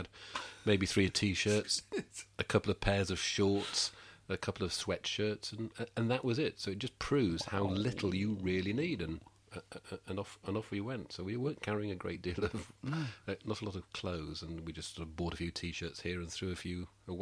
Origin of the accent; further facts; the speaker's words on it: Middlesbrough, North East England, United Kingdom; actually living in a small 2-up and 2-down Victorian terrace in the middle of Middlesbrough, which is where I'm from.